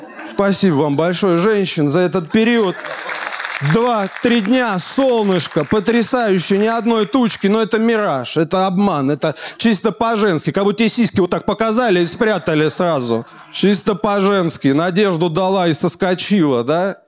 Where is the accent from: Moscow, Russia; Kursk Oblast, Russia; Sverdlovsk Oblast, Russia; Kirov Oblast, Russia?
Kursk Oblast, Russia; Kursk; А я из Курска переезжал, мне так нравилось метро. Я туда заходил, такой, ого, тут у людей куртки разные.